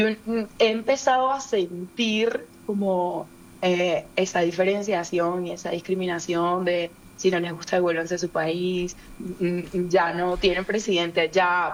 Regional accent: Venezuela; now in Uruguay; Algo que para mí fue una sorpresa súper grata cuando vine de Venezuela para acá, para Uruguay, era justamente darme cuenta del nivel de diversidad e inclusión que había en los trabajos

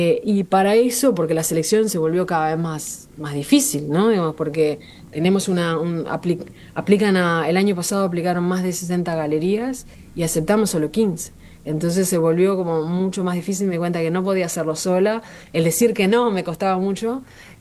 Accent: Uruguay; moved away as an adult; also born or lived in Punta del Este / La Paloma; now in abroad; yo hace muchos años que vivo en el exterior, soy uruguaya, crecí entre Montevideo, Punta del Este y La Paloma, así que también conozco el público de Punta del Este bastante

